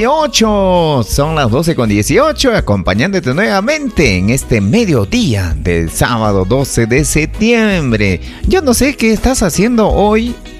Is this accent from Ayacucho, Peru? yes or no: yes; Ayacucho, Peru; yo soy de Huamanga